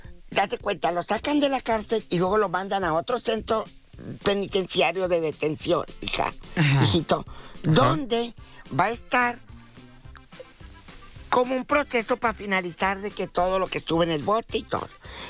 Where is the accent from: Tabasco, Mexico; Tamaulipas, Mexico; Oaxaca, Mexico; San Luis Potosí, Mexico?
Tamaulipas, Mexico; Matamoros; Fíjate, anoche se presentó allá en mi tierra, en Matamoros